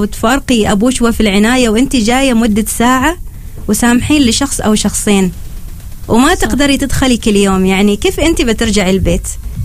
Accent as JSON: {"language": "Arabic", "country": "Oman", "said": "فنحن كعمانيين"}